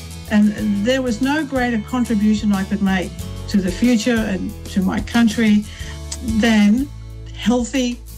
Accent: Murwillumbah, New South Wales, Australia; moved away; I grew up in a very stable, very loving family, very happy family in Moolumbah, did my schooling there.

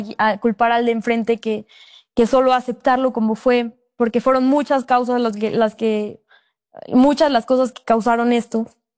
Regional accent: Puebla, Mexico; now in Mexico City, Mexico; ahorita yo estoy en Ciudad de México, soy de Puebla

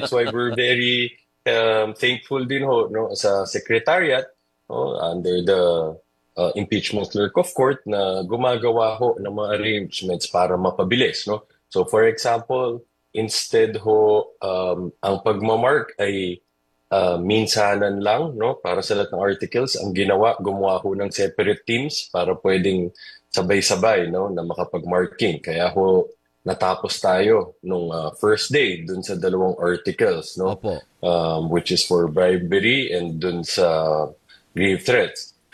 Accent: Central Luzon, Philippines; Hindi ho. Sa Pampanga side ho tayo.

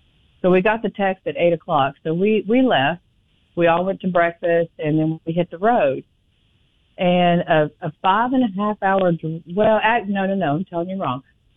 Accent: Nashville, Tennessee, United States; moved away as an adult; now in Alabama, United States; I'm from Nashville. I grew up there.

